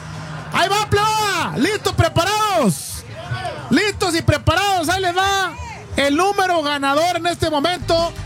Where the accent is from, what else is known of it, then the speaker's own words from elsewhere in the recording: Zamora, Michoacán, Mexico; ¡soy michoacano, señores! ¡Nacido y criado en Zamora!